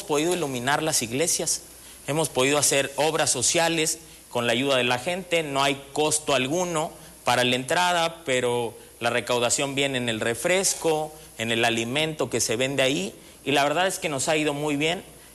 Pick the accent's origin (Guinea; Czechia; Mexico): Mexico; Zitácuaro, Michoacán; heroica Zitácuaro, Michoacán.